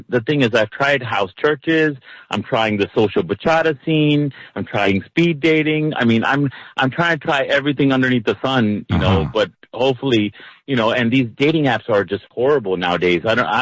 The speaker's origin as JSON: {"language": "English", "region": "Punjab", "country": "India", "said": "I'm Indian."}